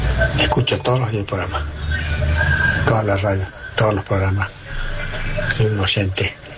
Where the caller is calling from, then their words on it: Roca, Argentina; Estamos acá, te llamo de Roca.